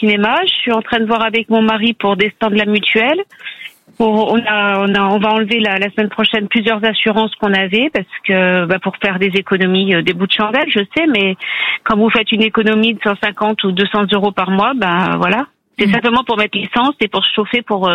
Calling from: Chambéry, Auvergne-Rhône-Alpes, France; De Chambéry, en Savoie.

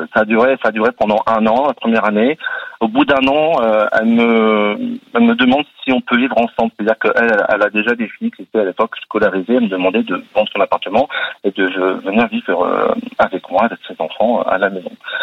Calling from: Normandy, France; je vis en Normandie

